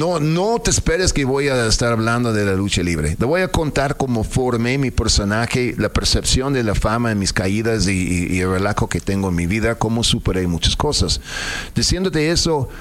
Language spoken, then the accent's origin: Spanish; Mexico City, Mexico; Soy chilango con acento.